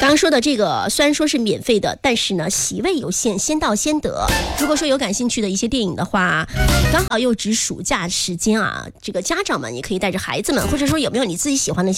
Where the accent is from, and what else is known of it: Guangdong, China